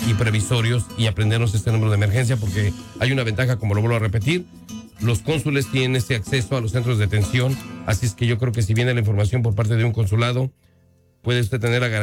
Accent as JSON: {"language": "Spanish", "country": "Mexico", "said": "y eso es algo que nos identifica igual como hispanos, que somos una lengua muy diversa, porque tenemos acentos, tenemos palabras, y nos hace únicos de la región donde nosotros venimos, porque es cierto, incluso en México, pues todos hablamos un español diferente dependiendo el estado"}